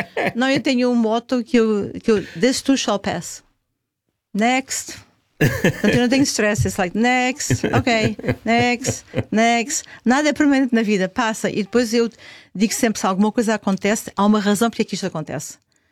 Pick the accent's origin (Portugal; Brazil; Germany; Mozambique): Portugal; moved away as an adult; now in New York, United States; em 1980 eu dizia às pessoas que era de Portugal